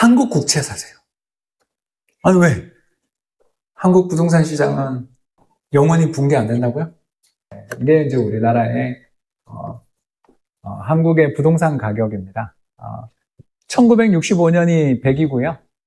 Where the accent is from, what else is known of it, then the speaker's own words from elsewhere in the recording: Daegu, South Korea; 제가 대구 사람입니다. 대구하고도 대구 남구 대명동에 사는데요.